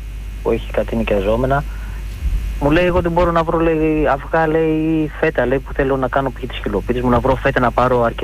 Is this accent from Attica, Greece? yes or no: no; Trikala, Thessaly, Greece; Εντάξει, και εγώ γενικά δεν είμαι από εδώ, είμαι σύζυγος, εγώ από Τρίκαλα είμαι.